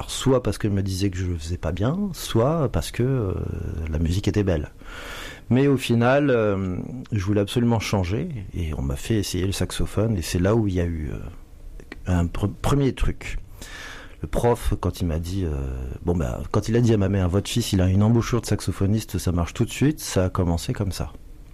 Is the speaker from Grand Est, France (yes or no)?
yes; Vitry-le-François, Grand Est, France; Moi je suis d'origine de la Marne et là-bas à Vitry-le-François il y a beaucoup de commémorations militaires, des défilés.